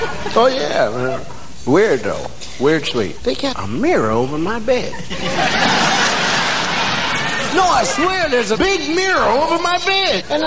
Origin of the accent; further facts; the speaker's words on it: Philadelphia, Pennsylvania, United States; Okay, not far from my hometown. Filthadelphia.